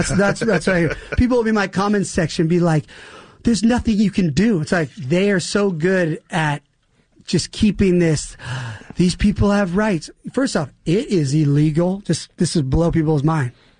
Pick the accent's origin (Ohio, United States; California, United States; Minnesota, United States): California, United States; Palisades; I grew up in Palisades. I went to Crossroads High School.